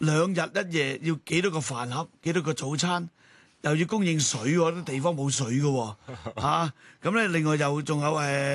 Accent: China; 可是我哋中國人都好多噶

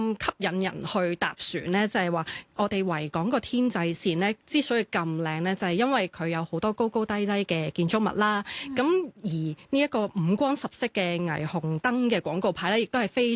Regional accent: Hong Kong; 我哋其實香港人啦

